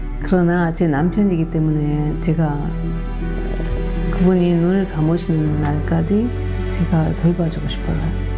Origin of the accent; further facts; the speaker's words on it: South Korea; now in Germany; 그리고 한국도 내 고향, 독일도 내 고향, 그래서 제 2의 고향이잖아요, 또.